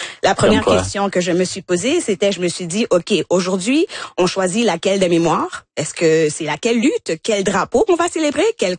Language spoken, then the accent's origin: French; Montreal, Quebec, Canada; born there; Donc, pour l'histoire et pour la vérité, je suis née à Montréal et j'ai un passeport canadien.